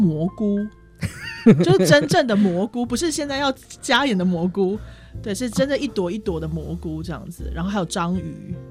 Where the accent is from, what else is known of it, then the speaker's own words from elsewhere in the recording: Taitung, Taitung County, Taiwan; 就是对对对，其实我是台东人，所以我其实是不小心